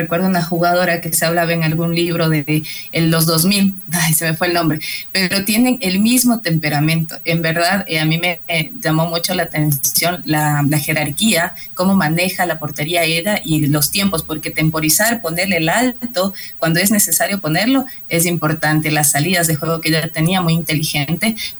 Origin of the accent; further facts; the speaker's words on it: Ecuador; como selección del Ecuador, como jugadoras ecuatorianas